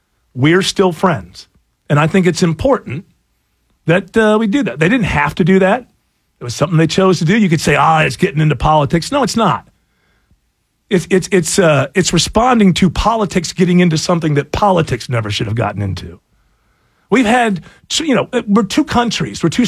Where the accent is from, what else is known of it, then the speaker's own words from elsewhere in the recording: New York, United States; And I'm from Western New York